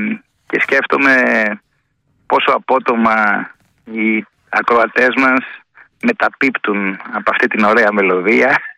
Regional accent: Kefalonia, Ionian Islands, Greece; Είμαι στην Κεφαλονιά, είναι η ιδιαίτερη πατρίδα μου.

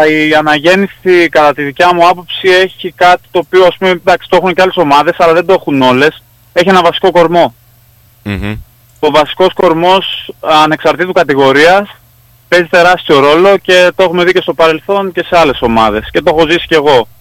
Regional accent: Thessaloniki, Central Macedonia, Greece; έχω φίλους εδώ πάρα αρκετούς, επειδή είμαι και από Θεσσαλονίκη

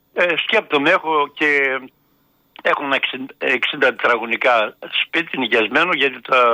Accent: Sarakina, Thessaly, Greece; now in Theopetra, Greece; Σαρακίνα είναι το χωριό μου. Αλλά μένω στη Θεόπετρα, εδώ που έχει.

